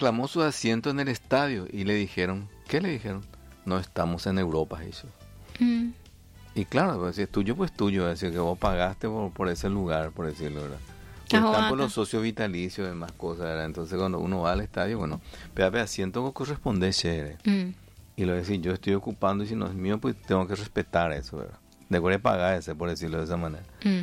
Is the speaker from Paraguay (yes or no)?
yes; Paraguay; somos los paraguayos